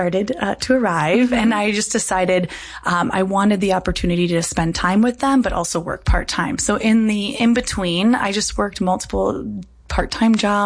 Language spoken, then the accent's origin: English; Colton, South Dakota, United States; So I grew up in Colton, South Dakota, small town, and grew up attending St. Joseph the Workman right outside of Colton there.